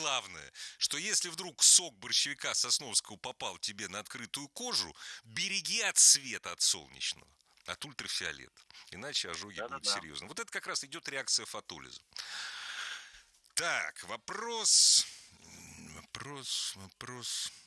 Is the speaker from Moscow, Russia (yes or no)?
yes; Moscow, Russia; Я же москвич